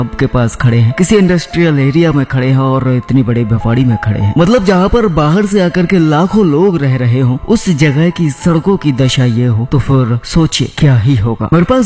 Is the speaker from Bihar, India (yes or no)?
no; Bhiwadi, Rajasthan, India; मैं ऐसी जगह से बिलोंग करता हूँ, मतलब हूँ भिवाड़ी से ही, लेकिन यहाँ पर ना तो किसी प्रशासन की नजर पड़ती है, ना किसी सिस्टम की नजर पड़ती है